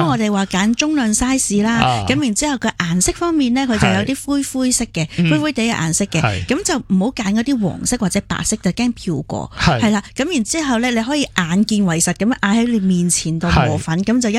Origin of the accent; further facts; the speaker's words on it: Hong Kong; 我哋香港人容易上火啊，